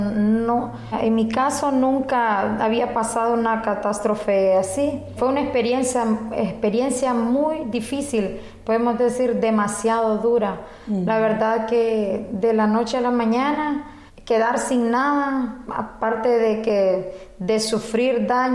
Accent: Honduras; now in La Lima, Honduras; soy de la Lima Cortés, ciudad Honduras. Crecí en el lago de Yohoa, tuve una niñez no muy feliz

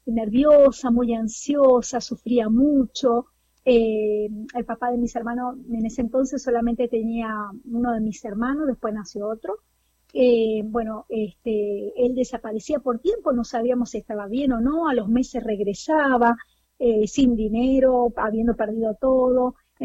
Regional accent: Argentina; born there; yo nací en la República Argentina, en una provincia del oeste de nuestro país, que está muy cerquita del país limítrofe de Chile, de la República Argentina.

